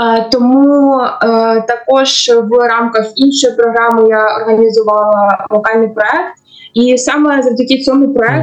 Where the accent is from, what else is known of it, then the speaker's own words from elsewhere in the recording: Chernihiv Oblast, Ukraine; А я з міської громади Чернігівської області.